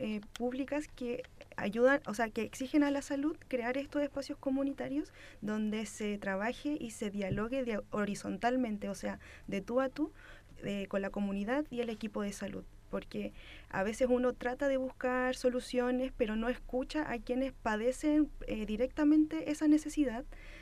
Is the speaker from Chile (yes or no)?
yes; Chile; como sociedad o como chilenos o como país